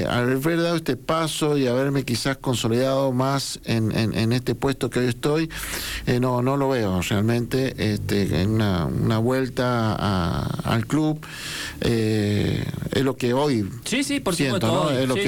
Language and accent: Spanish; Rawson, San Juan, Argentina; Sí, sanjuanino, sí. Nacido en Rawson.